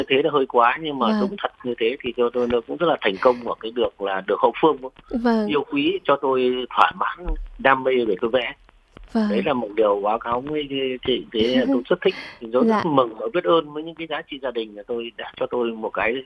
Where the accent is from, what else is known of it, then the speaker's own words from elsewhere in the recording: Vinh Tuong, Vĩnh Phúc, Vietnam; Quê tôi sinh ra lớn lên ở Phủ Vĩnh Tường mà, thế là cũng thành công.